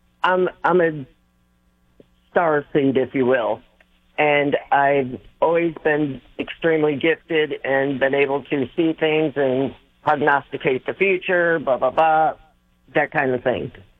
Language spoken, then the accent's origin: English; the South, United States; Basically, where I live, I'm from the South, and I didn't realize where I moved to that there was a lot of people who practice voodoo